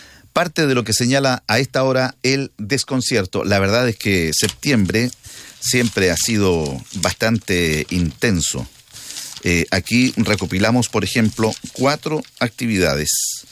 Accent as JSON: {"language": "Spanish", "country": "Chile", "said": "una fiesta que nos une como chilenos"}